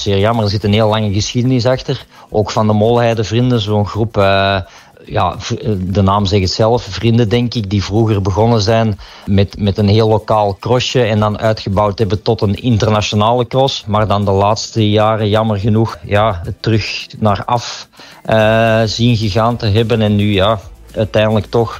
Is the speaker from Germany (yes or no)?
no; Kalmthout, Flanders, Belgium; ik ben van de streek, geboren in Kalmthout, maar ik woon al enige tijd in Essen centrum